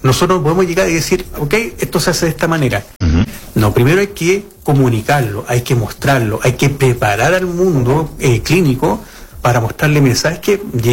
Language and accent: Spanish; Quirihue, Ñuble, Chile; moved away; Yo soy de Quirihue. Entonces, como amante de la región de Ñuble, quise volver a mi región